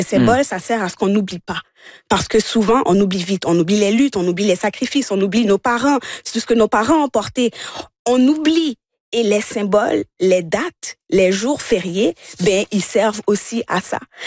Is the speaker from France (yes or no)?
no; Haiti; now in Canada; je suis haïtienne dans mes entrailles, puis il y a le Québec, mais je me dis, mais je fais partie du Québec